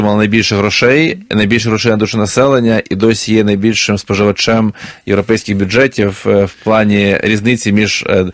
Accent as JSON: {"language": "Ukrainian", "town": "Luhansk", "region": "Luhansk Oblast", "country": "Ukraine", "tie": "born or raised there", "said": "в моєму рідному місті, зараз окупованому Луганську"}